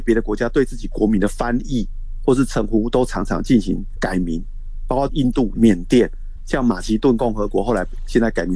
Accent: Taiwan; 我们台湾这边

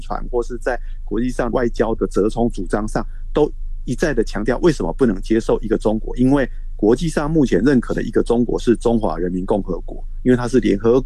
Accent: Taiwan; 我们台湾这边

